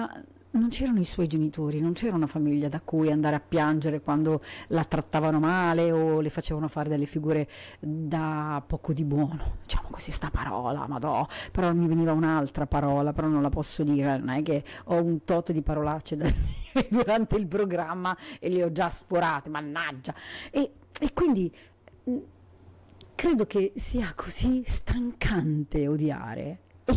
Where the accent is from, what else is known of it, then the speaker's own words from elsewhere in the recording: Argentina; sono argentina, sono una migrante, sono solo triste